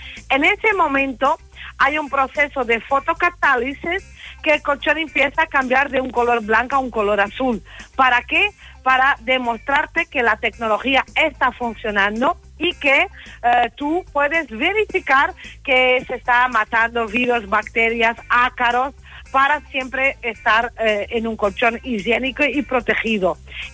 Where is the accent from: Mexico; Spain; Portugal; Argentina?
Portugal; yo soy portuguesa, sí.